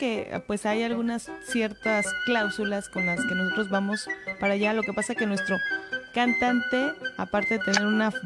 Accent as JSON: {"language": "Spanish", "town": "Morelia", "region": "Michoacán", "country": "Mexico", "said": "Lo que pasa es que nosotros somos de aquí de Morelia y nosotros ya estamos a punto de salir para allá."}